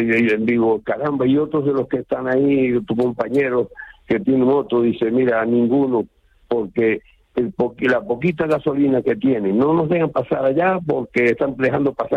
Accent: Canary Islands, Spain; now in Venezuela; así como nosotros vinimos aquí a Venezuela de Canarias también.

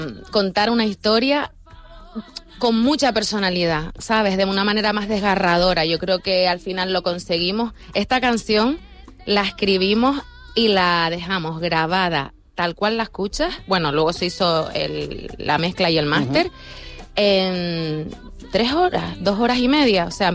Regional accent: Canary Islands, Spain; born or raised there

